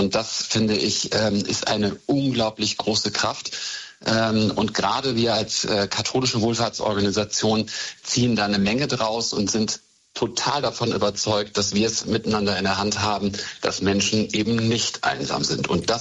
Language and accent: German; Cologne, North Rhine-Westphalia, Germany; Wir kennen alle den Ruf, den Köln hat, auch das, was ich als Kölner auch wirklich sehr gern mag.